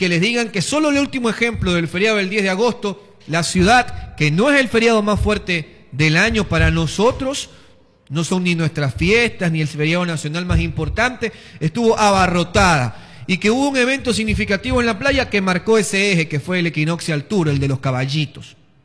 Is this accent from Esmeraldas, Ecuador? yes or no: no; Manta, Manabí, Ecuador; yo soy de Manta